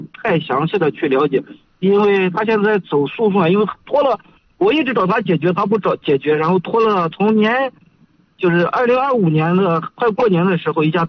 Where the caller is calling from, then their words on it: Yuncheng, Shanxi, China; 就是运城盐湖区的。